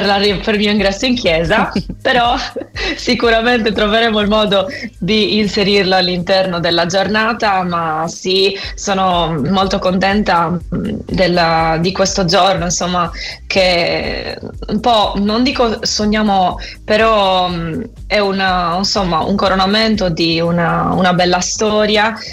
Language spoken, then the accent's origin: Italian; Sardinia, Italy; pensare di poter cantare in una lingua che non è l'italiano ma è quella della mia terra.